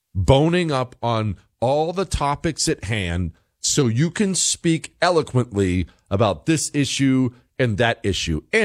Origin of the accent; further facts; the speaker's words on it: Ohio, United States; born there; I was born in Ohio, but Ab lived in Canada for a while.